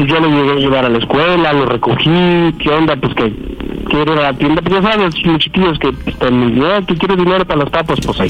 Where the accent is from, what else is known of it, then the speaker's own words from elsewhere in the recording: Guerrero, Mexico; now in Guadalajara, Mexico; Tengo 27, estoy en Guadalajara, soy de Guerrero.